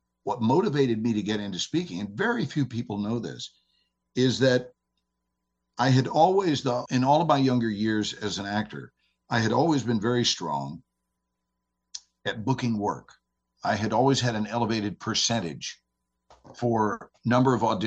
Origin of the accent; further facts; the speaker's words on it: Texas, United States; You know, I'm from Texas, so this is the way so many people say.